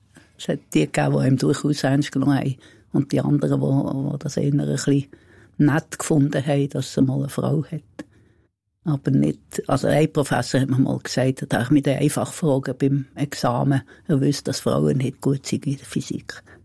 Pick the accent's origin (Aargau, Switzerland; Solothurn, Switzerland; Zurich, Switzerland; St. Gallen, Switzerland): Solothurn, Switzerland; Ich bin zwar nicht Berner, ich bin Solothurner